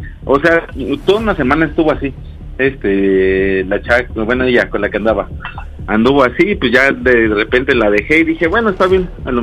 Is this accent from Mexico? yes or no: yes; Mexico City, Mexico; Tengo 24 años y soy aquí de la Ciudad de México.